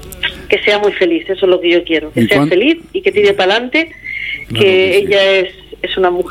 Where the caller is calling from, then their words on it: Barcelona, Catalonia, Spain; Sí, de aquí, de Barcelona. Desde Barcelona.